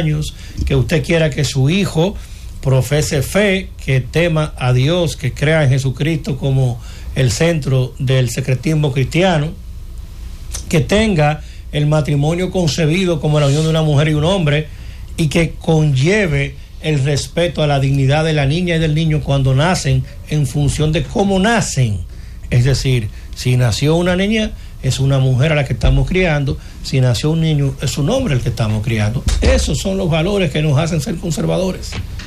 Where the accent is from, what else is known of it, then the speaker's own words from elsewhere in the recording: Dominican Republic; Esto es un tema inclusive de la propia nacionalidad y de nuestros intereses como dominicanos